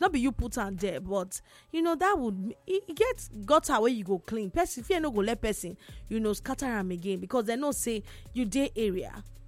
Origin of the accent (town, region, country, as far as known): Nigeria